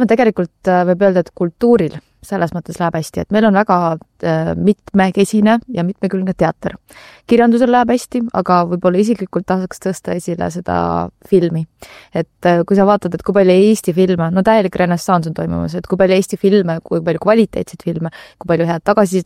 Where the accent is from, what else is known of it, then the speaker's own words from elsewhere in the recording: Tallinn, Harju County, Estonia; mina täpselt nagu ütlesin, et Lasnamäel kasvasin ülesse, õppisin Tallinna Kuristiku gümnaasiumis